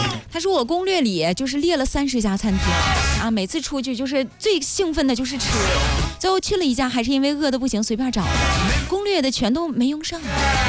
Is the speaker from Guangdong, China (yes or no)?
no; Hebei, China; 我的家乡在河北啊